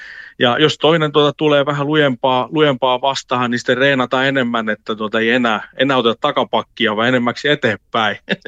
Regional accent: Kurikka, South Ostrobothnia, Finland; born there; also born or lived in Stockholm, Sweden

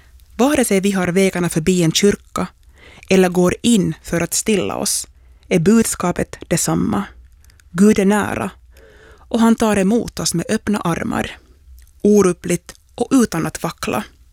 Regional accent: Träskända, Uusimaa, Finland; från Träskända

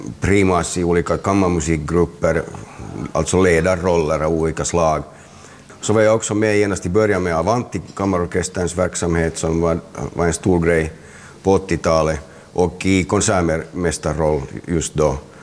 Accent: Helsinki, Uusimaa, Finland; jag är från Helsingfors och jag känner mig definitivt hemma på Drumsö där jag fortfarande har en bostad. Där jag har bott sedan jag var 1 år gammal.

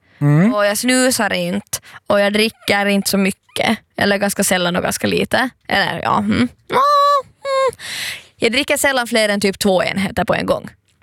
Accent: Ostrobothnia, Finland; moved away; jag är från Österbotten. Jag pendlar till Österbotten regelbundet.

